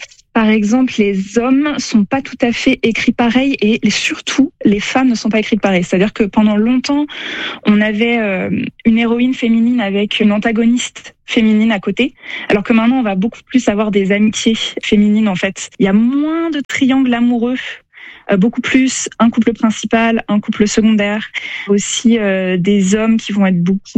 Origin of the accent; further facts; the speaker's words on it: France; now in South Korea; moi, je suis française